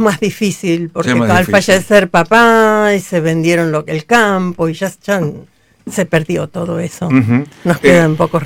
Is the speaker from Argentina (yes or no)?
yes; Ciudad Evita, Buenos Aires Province, Argentina; also born or lived in Avellaneda; Porque después me crié, nací en Avellaneda, pero después me vine a Ciudad Evita.